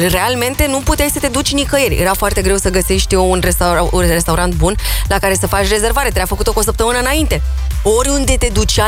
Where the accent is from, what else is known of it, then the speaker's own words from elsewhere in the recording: Romania; noi ca români